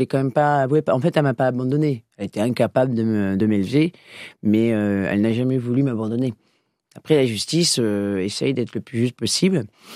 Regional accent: Angoulême, Nouvelle-Aquitaine, France; moved away as an adult; now in Bordeaux, France; je viens d'Angoulême. Et je suis venue sur Bordeaux quand j'ai eu 20 ans.

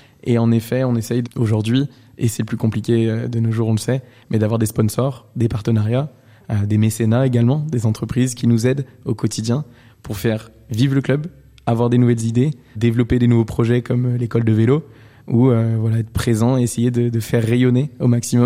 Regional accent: Montbrison, Auvergne-Rhône-Alpes, France; born there; je suis né à Montbrison.

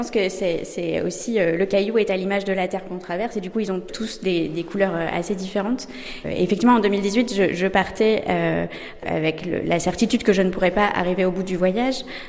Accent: Grand Est, France; moved away as an adult; now in Nouvelle-Aquitaine, France; Oui, en effet, je suis partie du Grand Est pour aller faire mes études à Poitiers.

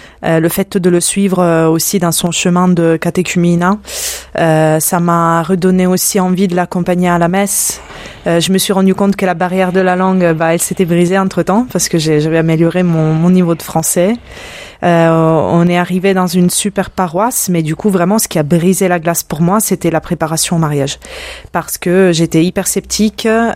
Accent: Sicily, Italy; Me concernant, donc je viens d'Italie, je viens de Sicile tout particulièrement et comme beaucoup le savent, la foi est très ancrée. là-bas. Donc, je viens d'une famille catholique, chrétienne.

